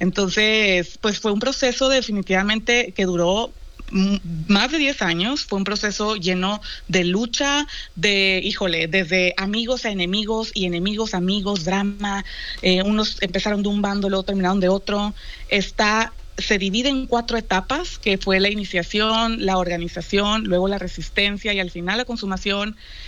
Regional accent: Mexico

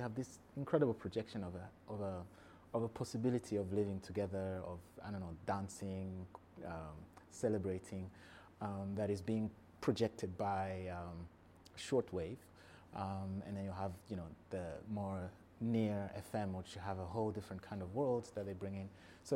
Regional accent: Rwanda; And I grew up in Rwanda

